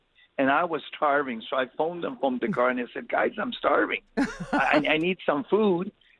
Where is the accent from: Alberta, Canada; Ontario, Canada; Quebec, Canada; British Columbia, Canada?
Ontario, Canada; Toronto; But when I was a kid, growing up in Kensington Market